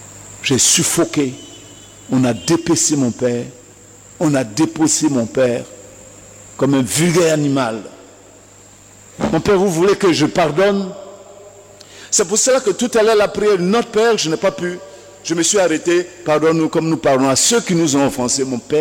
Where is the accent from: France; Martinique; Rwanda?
Rwanda; Et quand le génocide a éclaté, mon père, de l'autre ethnie, était infirmier major. Et à Kigali, à l'hôpital, mon père a fait